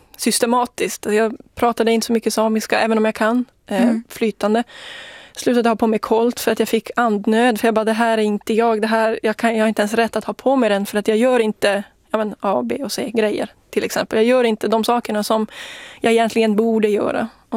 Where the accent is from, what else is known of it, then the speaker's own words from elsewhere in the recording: Jokkmokk, Norrbotten County, Sweden; Ja, jag är då 19 år gammal. Jag kommer från Jokkmokk ursprungligen och jag bor fortfarande kvar.